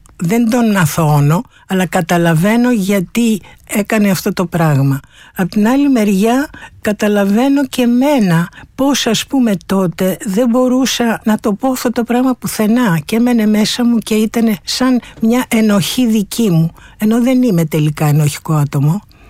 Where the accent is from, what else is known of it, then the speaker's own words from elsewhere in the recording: Athens, Attica, Greece; born there; Εγώ γεννήθηκα στην Αθήνα, στα Εξάρχεια, και το λέω αυτό γιατί έχει και μια ιδιαίτερη βαρύτητα η περιοχή και την έχω ενσωματώσει αυτή την βαρύτητα των Εξαρχείων. Η καταγωγή μου είναι από τη μια μεριά από τον πατέρα μου, από την Κωνσταντινούπολη, και από την άλλη μεριά από τη μητέρα μου, από τη Μάνη.